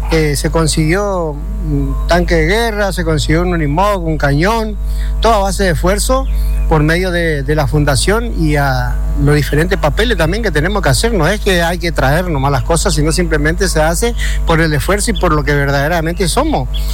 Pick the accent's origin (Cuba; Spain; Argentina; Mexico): Argentina; Chaco; nosotros somos veteranos de guerra de Malvinas, movilizados y acuartelados de la provincia del Chaco.